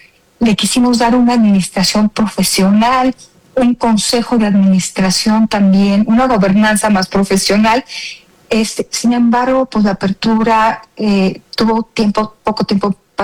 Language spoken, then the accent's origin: Spanish; Mexico